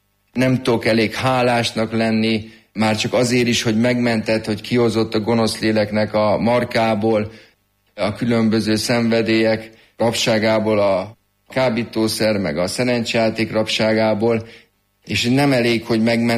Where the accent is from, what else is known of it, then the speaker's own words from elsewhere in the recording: Sopron, Győr-Moson-Sopron, Hungary; Soproni származású vagyok, ezért negyed év végén kértem Ternyák Csaba érsek atyától, hogy engedjen át a Győri Egyházmegyébe